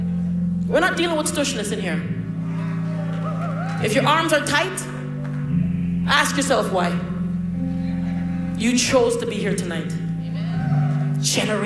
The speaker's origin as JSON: {"language": "English", "town": "Toronto", "region": "Ontario", "country": "Canada", "said": "And I'm from Jane and Finch."}